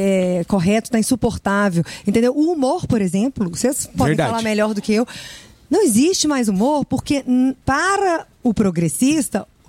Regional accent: Belo Horizonte, Minas Gerais, Brazil; Não, eu sou de BH, da capital.

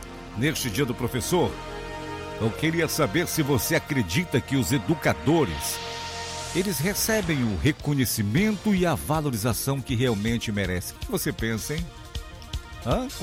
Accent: Alenquer, Pará, Brazil; moved away; Tenho muitas recordações de excelentes professores da minha terra, Alenquer. Grande abraço para todos em Alenquer.

